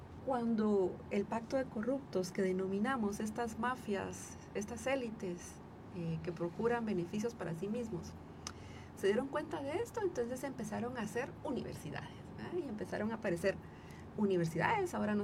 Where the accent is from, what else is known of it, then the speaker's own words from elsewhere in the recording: Guatemala; nosotras como guatemaltecas no vamos y votamos como si íbamos a hacer ya el otro año